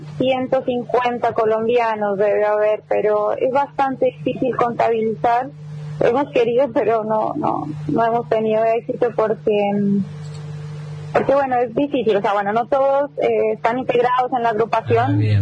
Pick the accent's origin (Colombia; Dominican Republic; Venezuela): Colombia; Bogotá; now in Bahía Blanca, Argentina; Yo soy de Bogotá.